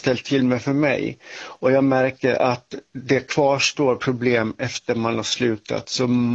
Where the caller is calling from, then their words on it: Dalarna County, Sweden; accent: Västerdalska; jag kommer från Dalarna så jag och pratar västerdalska